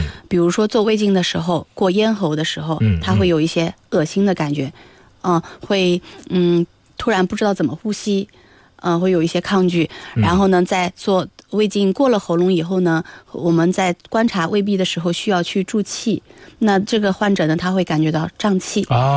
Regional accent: China; 我们中国人群

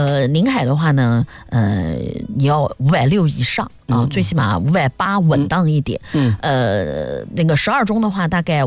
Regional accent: China; 其实我们中国人表达爱还是匮乏的

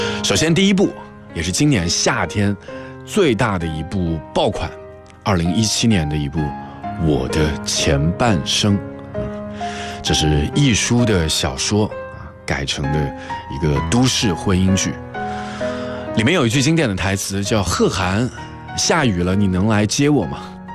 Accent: China; 我们中国人

